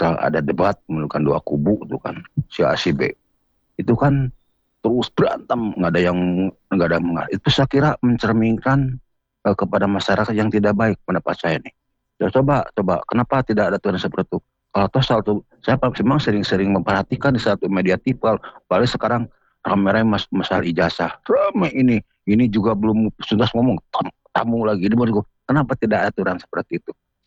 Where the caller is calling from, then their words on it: Bandung, West Java, Indonesia; Saya dari Bandung Timur ya.